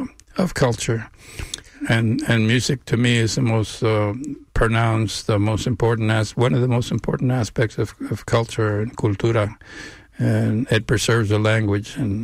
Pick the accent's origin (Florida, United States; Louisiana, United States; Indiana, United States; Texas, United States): Texas, United States; Mathis; first language Spanish; English is a second language; also born or lived in Corpus Christi, Texas; now in Houston, United States; grew up in South Texas. I never spoke a word of English until I started public school in 1954. I was born in Corpus Christi, but I grew up in Mathis, Texas, the biggest farm worker city and farm worker town in South Texas, outside of the valley.